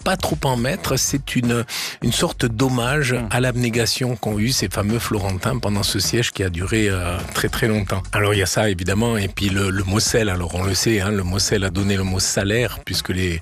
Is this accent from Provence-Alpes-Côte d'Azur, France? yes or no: yes; Provence-Alpes-Côte d'Azur, France; moi, je viens de Camargue, comme mon accent l'indique. Et mes parents avaient un restaurant en Camargue.